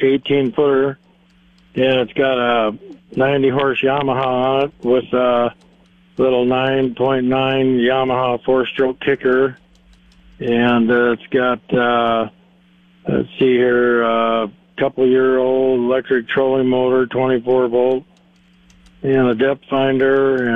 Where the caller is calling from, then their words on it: Irene, South Dakota, United States; from Irene.